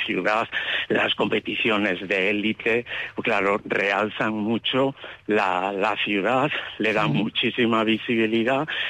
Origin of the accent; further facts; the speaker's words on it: Pontevedra, Galicia, Spain; now in Madrid, Spain; No, soy de Pontevedra, pero vivo aquí en Madrid.